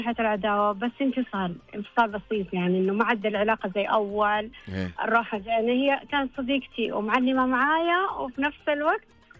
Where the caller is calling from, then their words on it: Taif, Makkah Province, Saudi Arabia; انا من مدينه الطائف